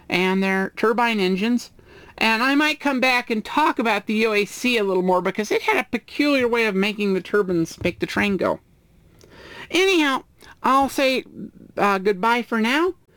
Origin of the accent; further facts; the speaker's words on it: the West, United States; I'm from the West.